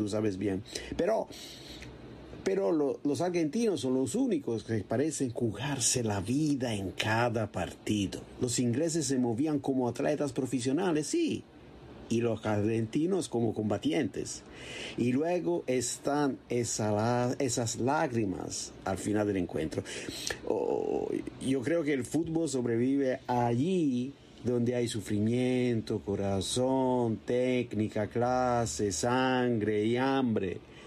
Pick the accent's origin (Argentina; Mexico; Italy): Italy; Spanish is a second language; now in New York, United States; Como italiano, le tengo un cariño especial, ¿no? A los argentinos.